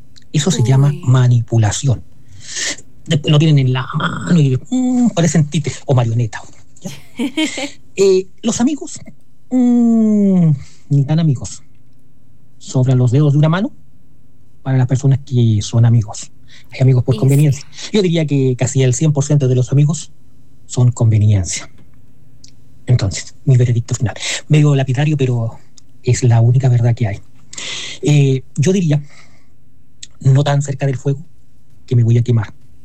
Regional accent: Los Ángeles, Biobío, Chile; Desde Los Ángeles, Chile. Desde mi tierra natal, la puerta norte del sur de Chile.

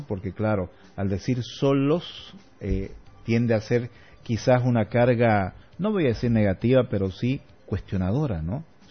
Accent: Santa Cruz, Bolivia; lo conservador que somos también como cruceños

